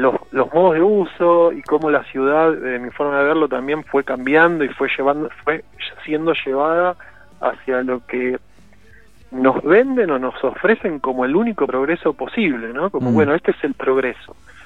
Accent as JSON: {"language": "Spanish", "region": "Buenos Aires", "country": "Argentina", "tie": "born or raised there", "moved": "as an adult", "said": "yo crecí ahí, tuve 4 décadas viviendo"}